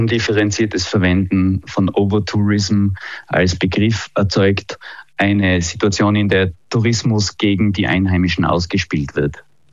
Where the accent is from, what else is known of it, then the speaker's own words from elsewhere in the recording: Tyrol, Austria; Bei uns in Nordtirol ist die Armutsrisiko ist bei 14,4%, also das Dreifache.